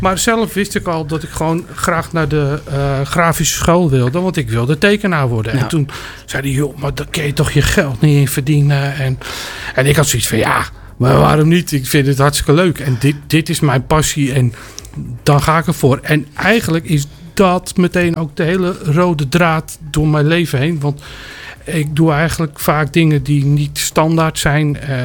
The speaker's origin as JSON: {"language": "Dutch", "town": "Mijdrecht", "region": "Utrecht", "country": "Netherlands", "moved": "yes", "lives_now": "Nieuwveen, Netherlands", "said": "Oorspronkelijk kom ik uit Meidrecht. Nu woon ik in Nieuwveen."}